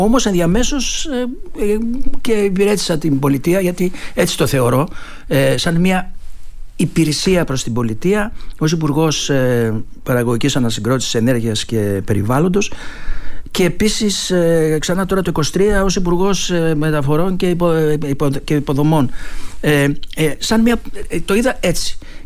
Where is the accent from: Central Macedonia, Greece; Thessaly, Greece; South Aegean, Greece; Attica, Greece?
Thessaly, Greece; also born or lived in Trikala / Karditsa; η καταγωγή μου είναι από τη Θεσσαλία, και μάλιστα μία συνιστόσα, να χρησιμοποιήσω αυτή τη λέξη, είναι από τη Τρίκαλα και άλλη από την Καρδίτσα.